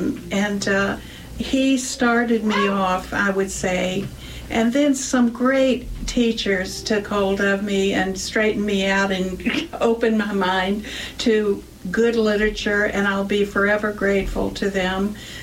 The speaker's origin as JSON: {"language": "English", "town": "Richmond", "region": "Virginia", "country": "United States", "tie": "born or raised there", "also_born_or_lived": "Dickenson County, Virginia", "said": "My parents are from the Appalachian Mountains, and we moved to Richmond when I was one, and I grew up with a great Richmond Public Library."}